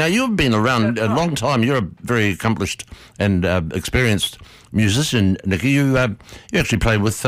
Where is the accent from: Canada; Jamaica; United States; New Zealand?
New Zealand; moved away; I'm from New Zealand originally.